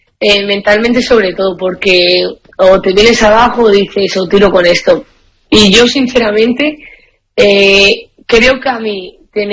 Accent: Madrid, Community of Madrid, Spain; now in Barcelona, Spain; Fíjate, yo vine aquí a Barcelona, ¿qué hago yo aquí en Barcelona? Con lo que soy de yo de Madrid y tal.

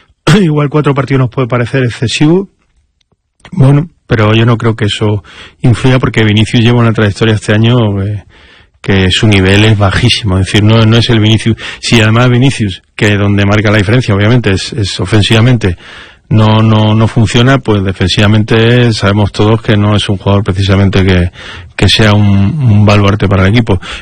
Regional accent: Ceuta, Spain; siendo ceutí. De Ceutí

